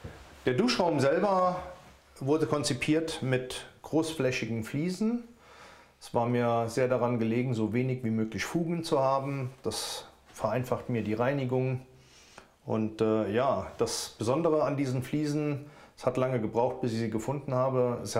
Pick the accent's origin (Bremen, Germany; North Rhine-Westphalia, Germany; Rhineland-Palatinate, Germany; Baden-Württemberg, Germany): Rhineland-Palatinate, Germany; Koblenz; Ich komme gebürtig aus Koblenz